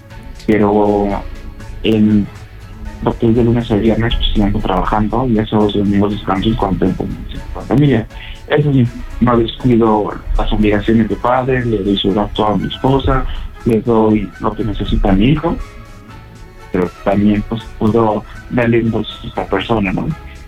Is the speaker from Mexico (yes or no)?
yes; Coahuila, Mexico; Claro, tengo los 30 años y soy de aquí de Coahuila.